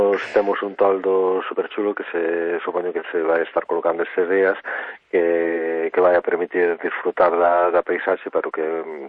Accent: Galicia, Spain; En Bergantiños somos tamén pataqueiros e pataqueiras, non?

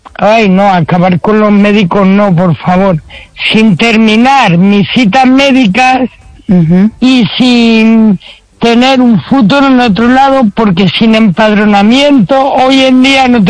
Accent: Madrid, Community of Madrid, Spain

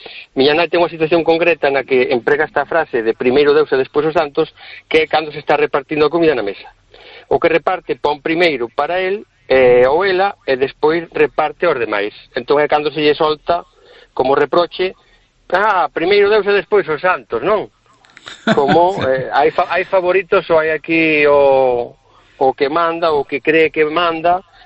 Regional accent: Quiroga, Galicia, Spain

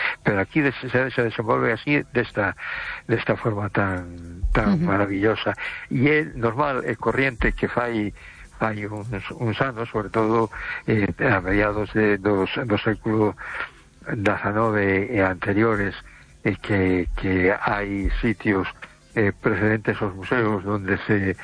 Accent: A Coruña, Galicia, Spain; Hola, buenas noches, Esther. … de Coruña.

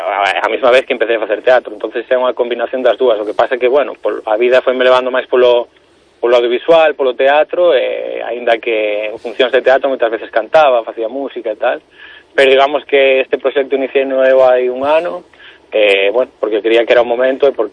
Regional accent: Galicia, Spain; Bueno, que creo que como galegos temos que estar orgullosos, non?

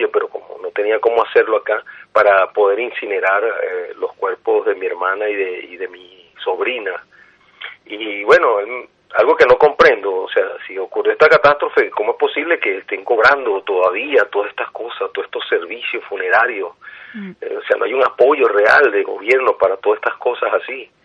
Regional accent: La Guaira, Venezuela; born there; nací en La Guaira.

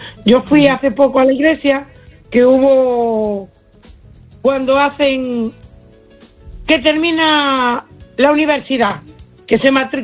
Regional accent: A Coruña, Galicia, Spain; born or raised there; also born or lived in Uruguay

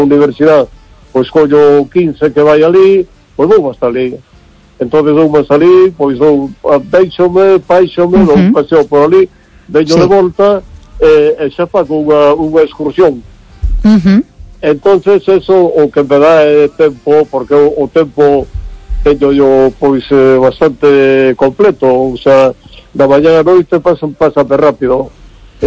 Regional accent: Vigo, Galicia, Spain

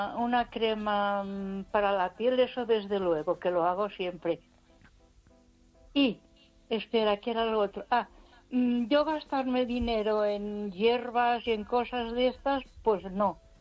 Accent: Ponferrada, Castile and León, Spain

